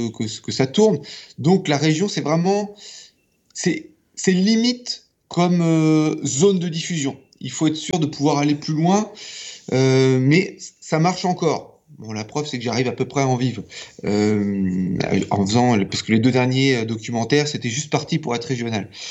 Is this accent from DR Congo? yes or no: no; Alençon, Normandy, France; Je suis d'Alençon